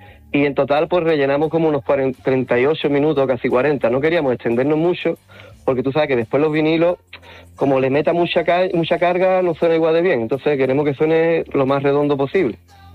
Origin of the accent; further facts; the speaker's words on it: San Pedro Alcántara, Andalusia, Spain; yo soy de San Pedro Alcántara.